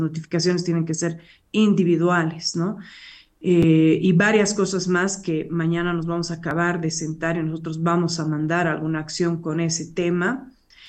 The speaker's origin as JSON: {"language": "Spanish", "region": "La Paz", "country": "Bolivia", "said": "nosotros, como no solamente como paseños, hablo como ciudadana y como boliviana de bien"}